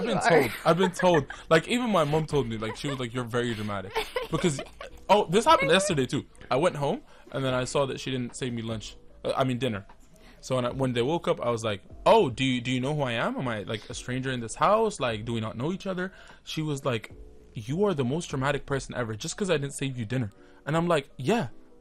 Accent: Al-Musannah, South Al Batinah, Oman; Like, I'm from Musan'a. I have family in Musan'a.

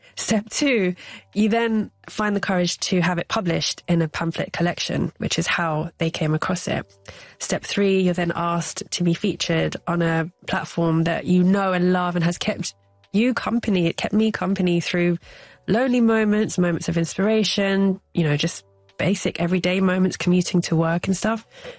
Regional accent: London, United Kingdom; Growing up in London as someone of Indian heritage, but completely British as well, British, quote unquote, I found that I was always having to kind of hide parts of myself to feel accepted.

